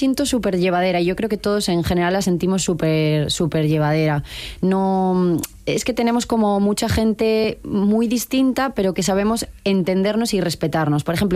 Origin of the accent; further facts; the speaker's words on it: Galicia, Spain; Es cierto que como gallega conozco las verbenas, pero nunca las había conocido desde dentro.